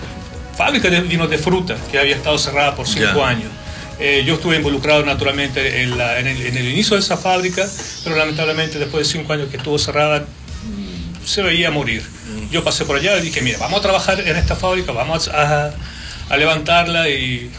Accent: Verona, Veneto, Italy; also born or lived in Chile; nacimos en Chile, mi familia es de Chile, pero vivimos toda la vida en Italia, en Verona.

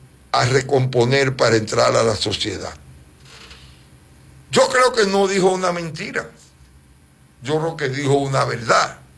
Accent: Dominican Republic; esos somos nosotros los dominicanos.

